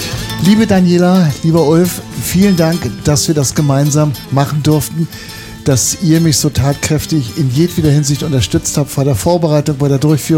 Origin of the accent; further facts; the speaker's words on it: East Germany, Germany; born there; wir sind im Osten geboren und haben sehr viel Spaß gehabt.